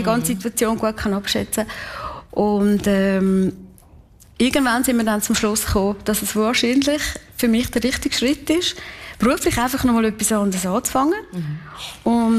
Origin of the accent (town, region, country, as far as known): Kaltbrunn, St. Gallen, Switzerland; born or raised there